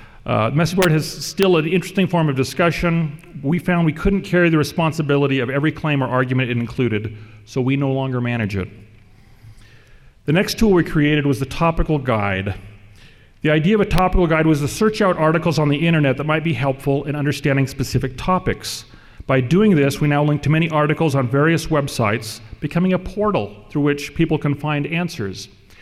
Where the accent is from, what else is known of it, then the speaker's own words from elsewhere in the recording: Redding, California, United States; I'm from Redding, California